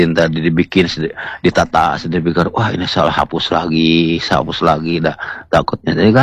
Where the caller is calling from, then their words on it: Bandung, West Java, Indonesia; salam kenal ya dari saya dari Bandung nih Bang Herlanda ya.